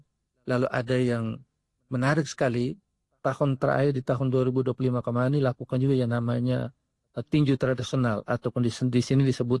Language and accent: Indonesian; East Nusa Tenggara, Indonesia; Ini ciri khas untuk kami orang Nagekeo, ketika dalam urusan-urusan adat itu selalu menggunakan atau mengenakan yang namanya gaba ataupun beweko ini.